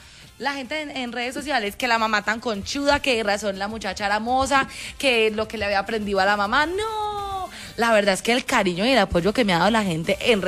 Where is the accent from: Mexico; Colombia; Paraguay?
Colombia; A ver, yo amo Colombia, yo soy colombiana.